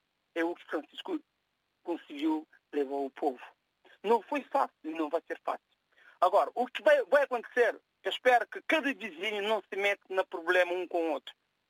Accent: Praia, Cape Verde; só para fazer Palmarejo, Platô, ou Várzea, onde eu nasci e cresci, que é menos que 1 quilômetro

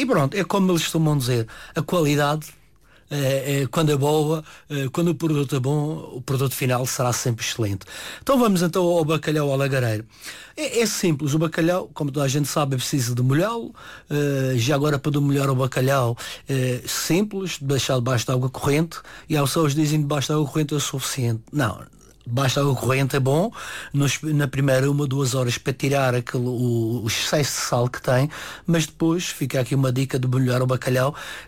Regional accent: Madeira, Portugal; como eu sou madeirense e gosto muito da segurelha

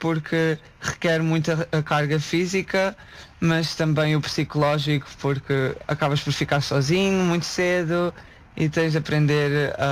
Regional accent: Barreiro, Lisbon, Portugal; moved away as an adult; also born or lived in Leiria / Cape Town / Pilsen; now in Estonia; Eu sou do Barreiro.

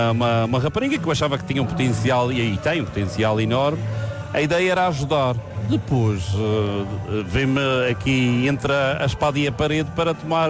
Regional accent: Funchal, Madeira, Portugal; now in Ponta do Pargo, Portugal; eu que sou do Funchal, estou aqui há 22 anos, mas sou do Funchal

